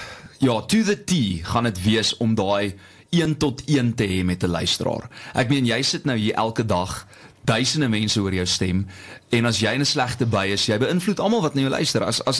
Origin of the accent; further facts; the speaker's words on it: Standerton, Mpumalanga, South Africa; ek kom van Standerton af in die platteland.